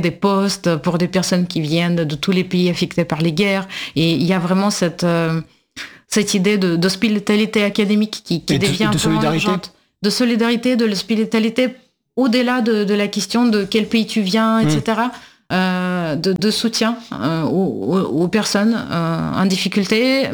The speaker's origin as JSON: {"language": "French", "country": "Russia", "said": "Et en tant que russe, je pense que oui"}